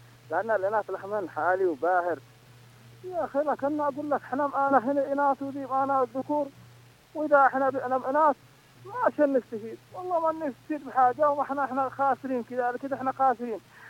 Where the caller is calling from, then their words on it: Tihama, Yemen; عندنا في تهامة